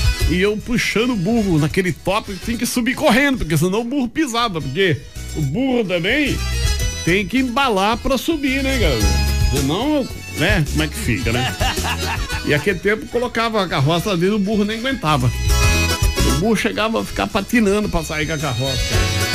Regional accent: Paraná, Brazil; also born or lived in Itacoarituba; Eu nasci em Itacoarituba. Fui pro Paraná bem pequenininho. Aí já voltei lá, já era adolescente.

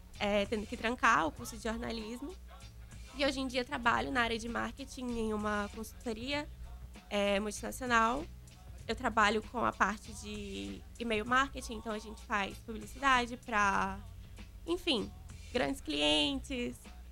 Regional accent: São Luís, Maranhão, Brazil; sou aqui de São Luís.

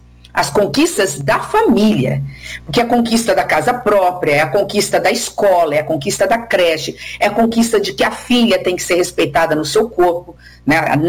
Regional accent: Brazil; eu sou do interior do Brasil

